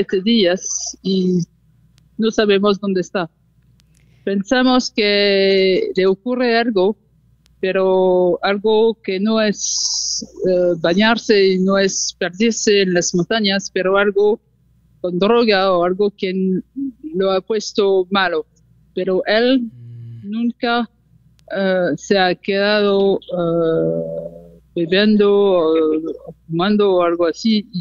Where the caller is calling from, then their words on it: France; que estoy ahora mismo en Francia